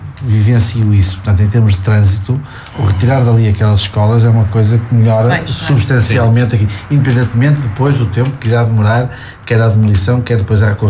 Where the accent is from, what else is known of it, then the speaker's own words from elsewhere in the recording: Mozelos, Norte, Portugal; born there; eu que nasci em Moselos